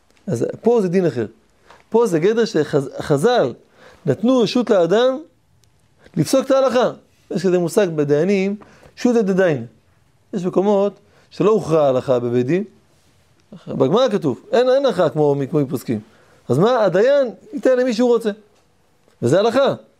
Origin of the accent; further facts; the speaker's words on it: Tel Aviv, Tel Aviv District, Israel; אני גדלתי בתל אביב, לא היה, יש מניין מיד בזמן